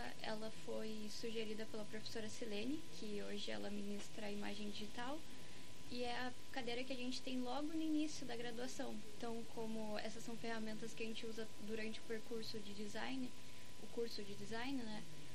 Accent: São Paulo, Brazil; now in Pelotas, Brazil; eu mesmo sou do interior de São Paulo, moro aqui em Pelotas, então eu tenho aluguel, eu tenho gastos para viver na cidade

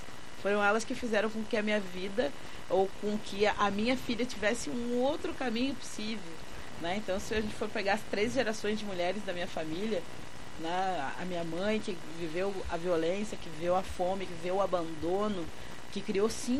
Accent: Rio Grande do Sul, Brazil; Mas eu sou gaúcha, falo, né? Quando falam, eu vou para fora. Se tu é baiana, não, eu sou gaúcha, pô.

